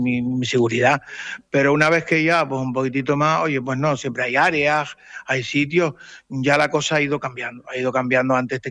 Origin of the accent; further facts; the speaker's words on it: La Laguna, Canary Islands, Spain; De hecho, yo soy de La Laguna también, y en mi calle yo tengo aparcamiento para poderlo poner